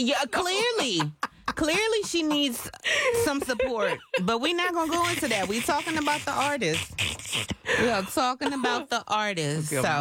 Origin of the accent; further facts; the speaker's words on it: East Coast, United States; Yeah, I'm from the East Coast.